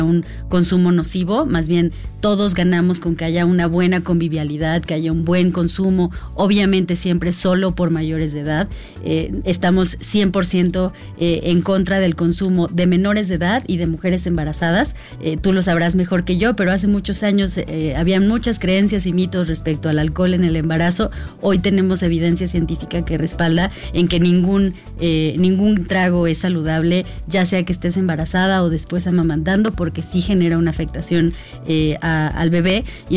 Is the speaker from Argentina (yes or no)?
no; Mexico; todos como mexicanos conozcamos estos productos